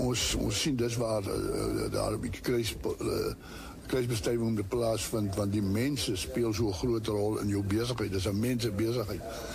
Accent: Namibia; Dus ek sê, ek is gebore in Namibië, en daar groot geword, en een van vier seuns.

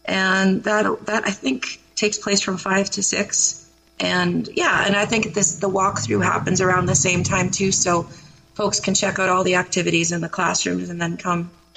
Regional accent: Saskatoon, Saskatchewan, Canada; also born or lived in Ottawa / Toronto; now in Niagara, Canada; being Canadian, and it's like My hometown is Saskatoon, but I lived in Ottawa briefly, so it feels like another hometown. And Toronto, I lived there, well, it's getting actually the longest, 14 years, and now I've been in Niagara for 13 years

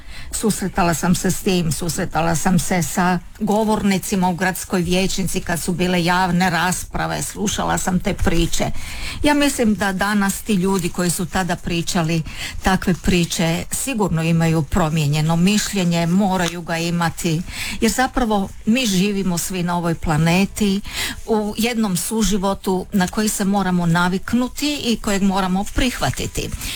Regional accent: Rijeka, Primorje-Gorski Kotar County, Croatia; kada sam rođena u Rijeci i odrastala

